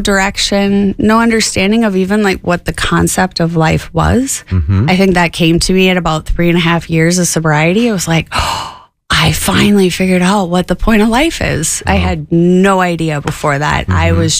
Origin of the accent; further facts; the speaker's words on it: Minneapolis, Minnesota, United States; Well, I grew up in the Twin Cities of Minneapolis, and I have three siblings.